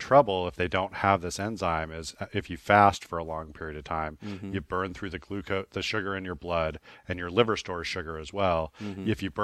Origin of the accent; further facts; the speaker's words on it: Shiprock, New Mexico, United States; born there; my dad was in the Indian Health Service back in the 70s, and I was born on the Navajo Reservation in Shiprock.